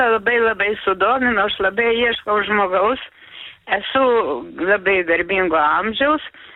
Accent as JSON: {"language": "Lithuanian", "region": "Samogitia", "country": "Lithuania", "said": "aš esu žemaitė, aš ir karą mačiau, ir pokarį, ir vaikystė buvo labai graži tarp daugelio žmonių, šeima gausiai buvo."}